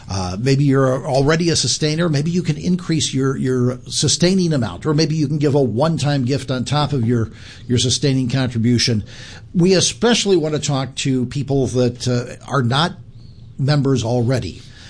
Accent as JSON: {"language": "English", "town": "Dowagiac", "region": "Michigan", "country": "United States", "tie": "born or raised there", "said": "And I'm going to call out my hometown of Dowagiac, too."}